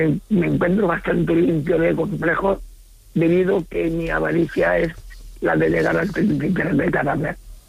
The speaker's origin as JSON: {"language": "Spanish", "town": "Córdoba", "region": "Andalusia", "country": "Spain", "lives_now": "Alicante, Spain", "said": "Estoy en Alicante, pero soy cordobés."}